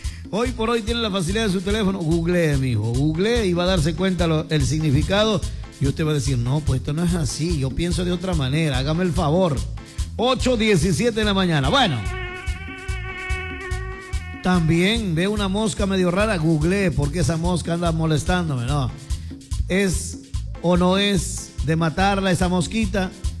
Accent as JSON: {"language": "Spanish", "country": "Ecuador"}